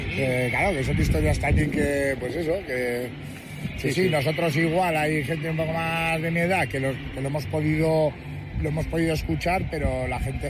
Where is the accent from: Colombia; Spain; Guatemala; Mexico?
Spain; Quintana, Basque Country; lo que pasa es que yo al final soy de Quintana